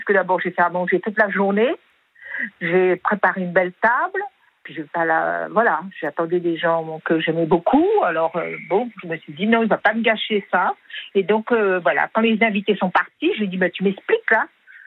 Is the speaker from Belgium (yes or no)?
no; Switzerland; Je viens de Suisse